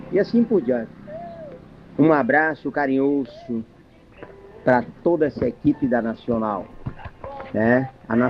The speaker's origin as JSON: {"language": "Portuguese", "region": "Maranhão", "country": "Brazil", "lives_now": "Rio Verde, Brazil", "said": "que eu sou maranhense, né? Mas moro aqui no Mato Grosso, no Rio Verde."}